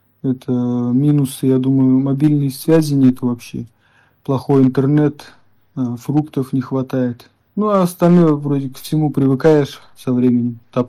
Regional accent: Buryatia, Russia; moved away as an adult; now in Cape Chelyuskin, Russia; я родом из Республики Бурятия. На данный момент живу и работаю на самой северной точке континента Евразия, мыс Челюскин.

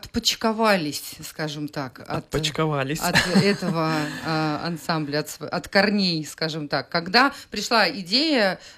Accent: Chukotka Autonomous Okrug, Russia; born there; я родилась на Чукотке, я тоже впитала в себя эту землю и эти мифы

